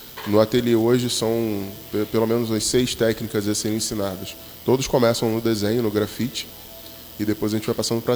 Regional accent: Cabo Frio, Rio de Janeiro, Brazil; Sou daqui de Cabo Frio.

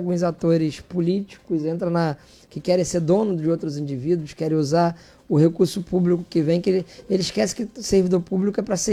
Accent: Arraial do Cabo, Rio de Janeiro, Brazil; Eu sou de Arraial, não tem jeito

